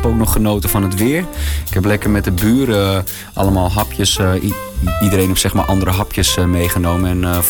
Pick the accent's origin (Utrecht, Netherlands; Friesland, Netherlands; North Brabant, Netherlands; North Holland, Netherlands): North Holland, Netherlands; Amsterdam; moved away as an adult; now in Huizen, Netherlands; En ik kom zelf uit Amsterdam-Noord.